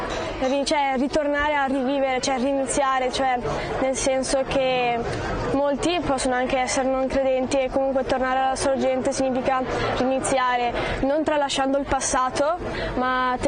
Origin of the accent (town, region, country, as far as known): Quarto d'Altino, Veneto, Italy